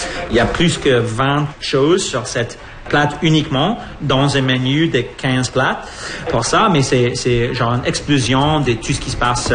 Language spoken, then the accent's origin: French; Toronto, Ontario, Canada; comme je viens de Toronto, j'ai commencé à travailler avec le vignoble à Plamoisset.